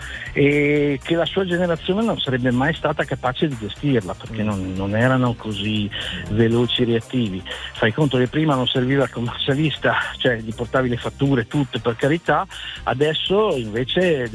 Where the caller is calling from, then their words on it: Milan, Lombardy, Italy; Milano. Milano.